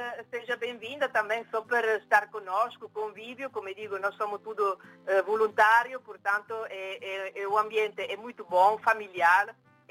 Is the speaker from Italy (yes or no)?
yes; Italy; Portuguese is a second language; now in Brussels, Belgium; Sou italiana